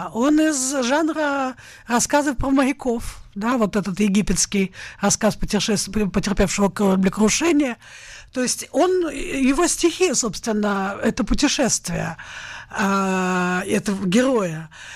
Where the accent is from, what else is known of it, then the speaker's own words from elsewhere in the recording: Saint Petersburg, Russia; я же из Питера, я еще хочу освобождение Ингрии.